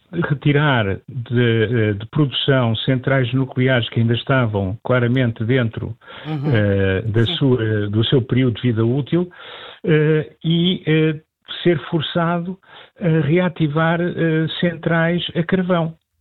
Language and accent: Portuguese; Portugal; Eu próprio, como português